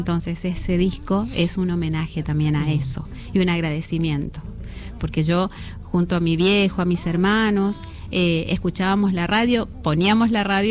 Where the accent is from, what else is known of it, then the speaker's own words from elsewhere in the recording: Reconquista, Santa Fe, Argentina; soy de Reconquista, la perla del norte santafesino.